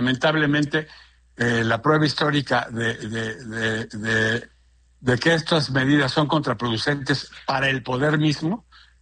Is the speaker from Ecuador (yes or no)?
no; Mexico; los valores que nos sostienen como abogados, como mexicanos